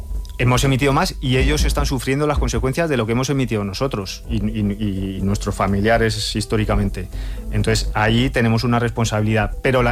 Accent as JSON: {"language": "Spanish", "country": "Spain"}